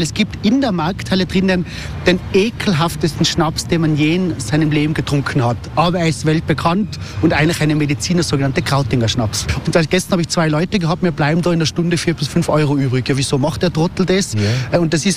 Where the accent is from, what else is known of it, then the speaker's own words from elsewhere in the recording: Tyrol, Austria; ich komme aus dem Ötztal, meine Eltern sind Bauern und haben eine Jausenstation gehabt